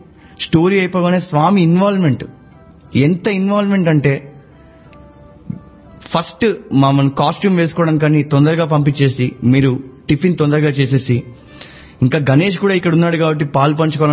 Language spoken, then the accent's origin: Telugu; Telugu states, India; తెలుగు వాళ్ళం